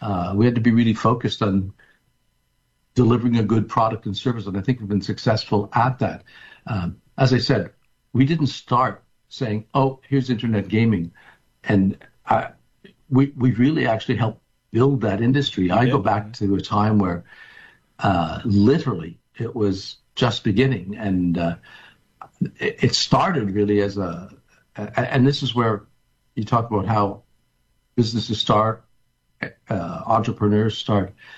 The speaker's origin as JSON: {"language": "English", "region": "Quebec", "country": "Canada", "also_born_or_lived": "Plattsburgh, United States"}